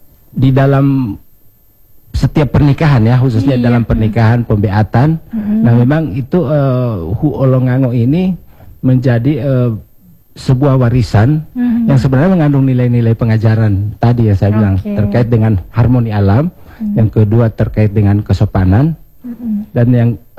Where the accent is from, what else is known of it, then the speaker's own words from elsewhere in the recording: Gorontalo, Indonesia; Maknaan bahwa kita orang Gorontalo itu harus harmoni dengan alam, menanam.